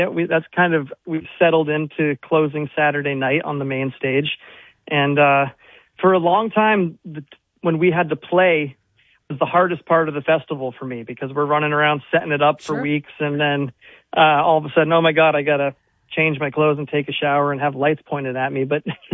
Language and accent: English; New Hampshire, United States; now in Hudson Valley, New York, United States; apart from me, who grew up in New Hampshire